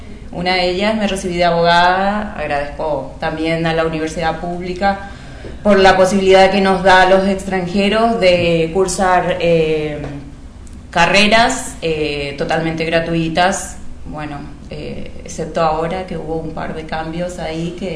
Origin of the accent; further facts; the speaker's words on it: Paraguay; moved away as an adult; now in Florencio Varela, Argentina; como migrante, soy paraguaya